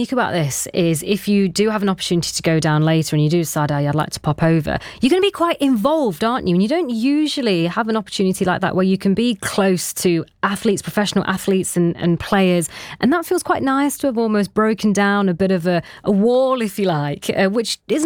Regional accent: Pakistan; as a Pakistani woman

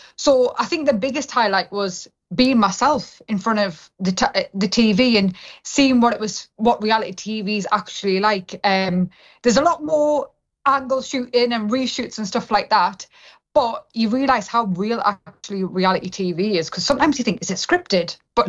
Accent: India; I'm Indian, do you know what I mean? And I was raised by Indian grandparents.

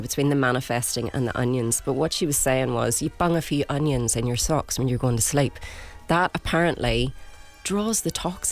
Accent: Belfast, Northern Ireland, United Kingdom; From East Belfast.

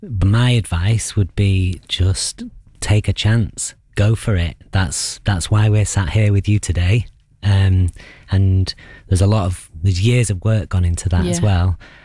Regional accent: Manchester, North West England, United Kingdom; I'm from North Manchester

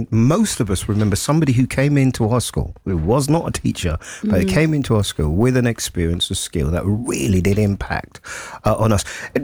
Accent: London, United Kingdom; I'm a parent and I'm a Londoner

